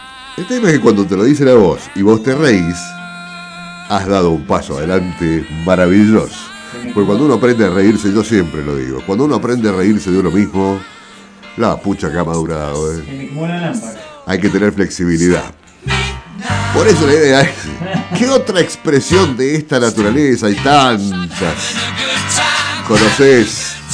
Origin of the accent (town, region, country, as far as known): Argentina